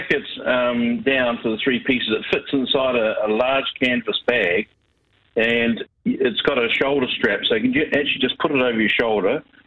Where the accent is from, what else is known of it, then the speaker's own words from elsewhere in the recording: Dunedin, Otago, New Zealand; moved away; I've planned a holiday for the end of the year in November to go down to my hometown, Dunedin